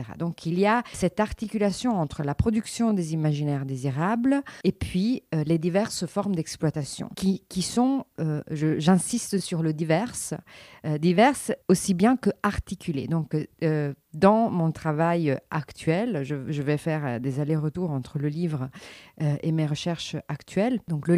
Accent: Italy; je suis italienne

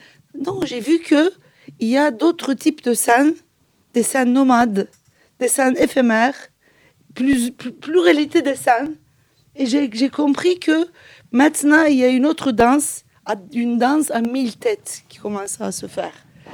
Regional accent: Turkey; moi je ne peux pas le définir en tant que turc

